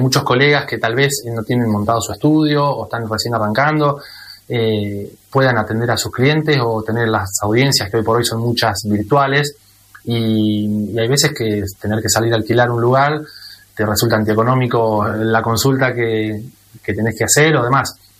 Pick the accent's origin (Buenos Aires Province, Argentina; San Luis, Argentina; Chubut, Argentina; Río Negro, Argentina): Buenos Aires Province, Argentina; Olavarría; yo soy de La Barría